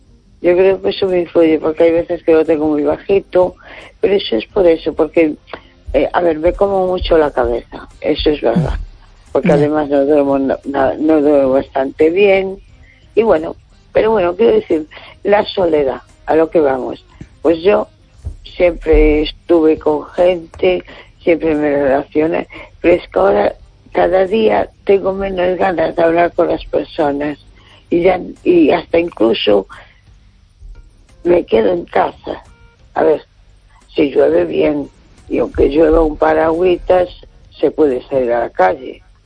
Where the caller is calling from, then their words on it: A Coruña, Galicia, Spain; Hola, buenas noches … de Coruña.